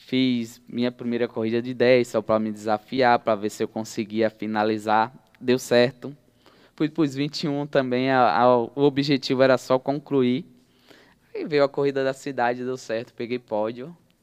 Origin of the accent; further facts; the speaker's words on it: Alagoas, Brazil; moved away; era um objetivo meu correr em Alagoas. Por ser minha terra natal